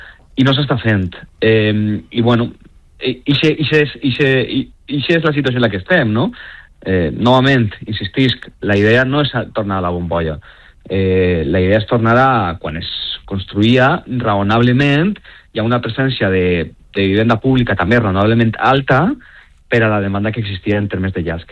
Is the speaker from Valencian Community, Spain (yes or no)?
yes; Valencia, Valencian Community, Spain